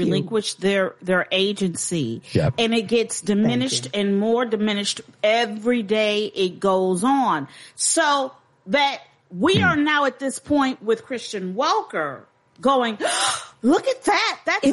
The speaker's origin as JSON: {"language": "English", "town": "Chicago", "region": "Illinois", "country": "United States", "said": "I'm from Chicago too. I know what to do."}